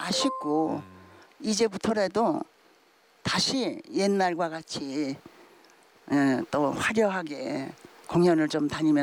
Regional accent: Sariwon, North Hwanghae, North Korea; 그 황해도 사리원 경암산 앞에 그 어릴 때 거기서 그 놀면서 자라면서 거기서 춤을 췄기 때문에 네.

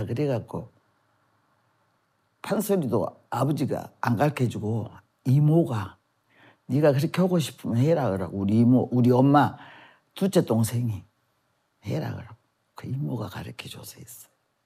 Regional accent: Mokpo, South Jeolla, South Korea; also born or lived in Naju; 제 고향은 나주고요. 43년 7월 4일 생일은 그렇게 하고 거기서 막 그 낳고 바로 목포로 나왔대요.

